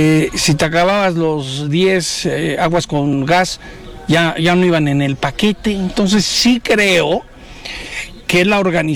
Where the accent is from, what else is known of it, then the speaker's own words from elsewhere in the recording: Mexico; detallitos que, sí, que como mexicano, lo vuelvo a decir, te parte el alma.